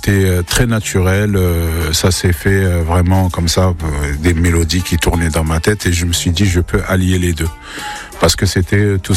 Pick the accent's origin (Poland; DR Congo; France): France; born there; Je suis né en France. J'ai mes origines marocaines et sénégalaises.